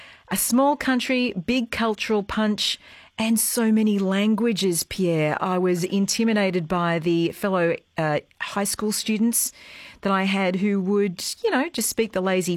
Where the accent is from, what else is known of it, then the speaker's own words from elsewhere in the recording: Australia; you're personally, as an Australian, being delightfully welcome to the area